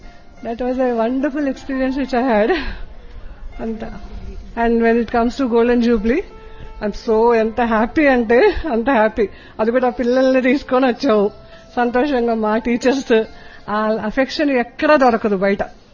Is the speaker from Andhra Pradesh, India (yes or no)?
no; Hyderabad, Telangana, India; నేను హైదరాబాద్ నుండి వచ్చాను.